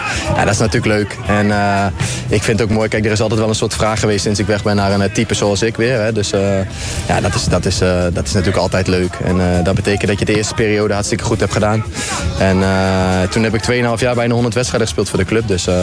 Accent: Leeuwarden, Friesland, Netherlands; ik kom uit Leeuwarden, Cambuur is mijn club natuurlijk.

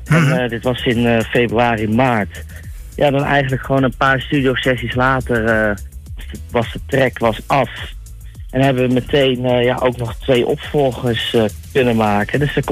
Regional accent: Utrecht, Netherlands; Ik kom uit het midden van het land, net onder Utrecht.

